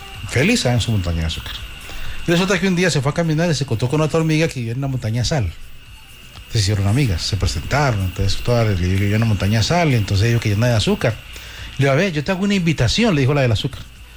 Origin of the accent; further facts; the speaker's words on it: Antioquia, Colombia; él es Restrepo, aunque es Titiribí, yo soy de Belén Rincón.